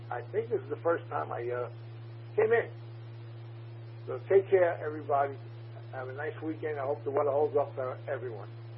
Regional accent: Long Island, New York, United States; And I come from Long Island. And about 8 months ago, I'm here now.

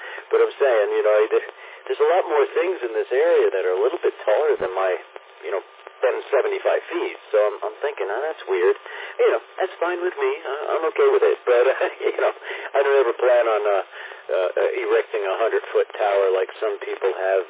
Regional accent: Lake Ronkonkoma, New York, United States; born there; also born or lived in St. Petersburg; now in Florida, United States; originally, I was born in Long Island, a little town called Lake Ronkonkoma. 65 years ago?

